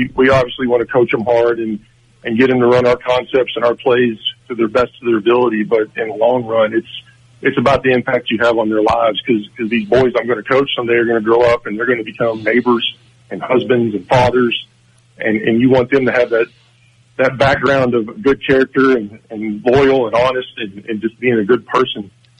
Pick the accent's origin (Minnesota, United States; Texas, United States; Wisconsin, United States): Texas, United States; Spearman; moved away as an adult; I was born and raised in Spearman, graduated from Sherman High School in 1994